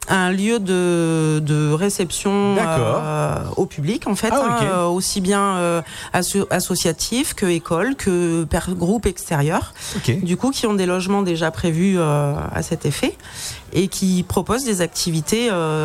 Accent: Saint-Clément, France; Après je suis née dans ce village. Je suis d'ici de Saint-Clément depuis que je suis toute petite.

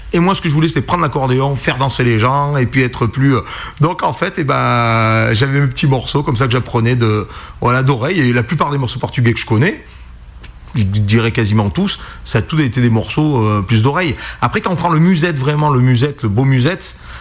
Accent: Beaumont, Auvergne-Rhône-Alpes, France; born there; ici l'Auvergnat portugais. Pourquoi? Parce que je suis d'origine portugaise par mes parents et je suis né à Beaumont en Auvergne.

